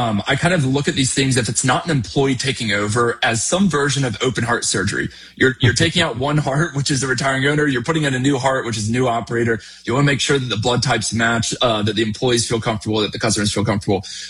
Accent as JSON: {"language": "English", "region": "North Carolina", "country": "United States", "said": "I'm from Eastern North Carolina, so Winston-Salem isn't too far away."}